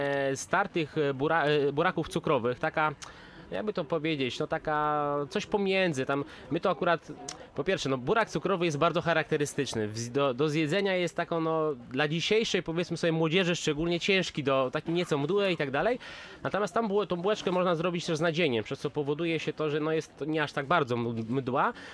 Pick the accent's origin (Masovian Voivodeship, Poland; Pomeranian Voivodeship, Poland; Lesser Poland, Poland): Masovian Voivodeship, Poland; to jest bardzo charakterystyczne dla właśnie południowo-wschodniego Mazowsza tutaj ta nasza sójka